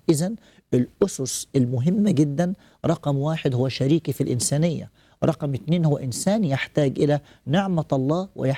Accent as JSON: {"language": "Arabic", "region": "Upper Egypt", "country": "Egypt", "said": "دايما يقولوا عندنا في الصعيد الناس بالناس."}